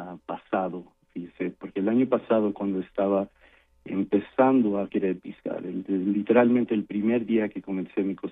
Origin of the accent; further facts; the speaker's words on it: Mexico; now in United States; Bueno, puedo decir que soy como cualquier otra persona, mexicano aquí en los Estados Unidos, y yo me considero muy orgullosamente americano